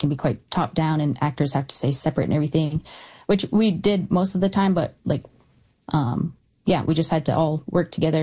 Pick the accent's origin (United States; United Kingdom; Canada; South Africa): Canada; the South; moved away; So me growing up in the South